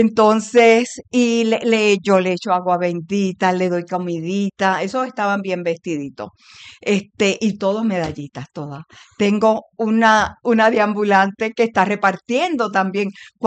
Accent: Aguadilla, Puerto Rico; Y resulta que voy a Aguadilla, que yo soy oriunda de Aguadilla, un lunes a las 7 de la mañana a la Santa Misa

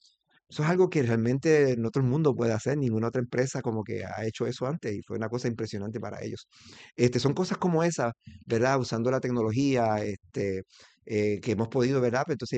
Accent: Puerto Rico; Es lo que nos hace pensar que somos la NASA boricua.

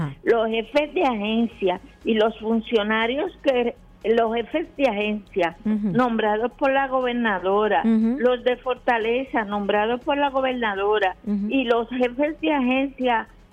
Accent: Loíza, Puerto Rico; yo voy a hablar asuntos relacionados con mi pueblo, con Loíza.

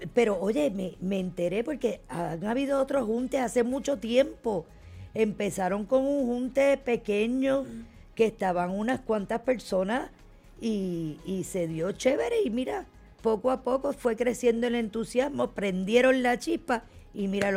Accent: Fajardo, Puerto Rico; Ustedes saben que nosotros somos de aquí. Somos cariduros

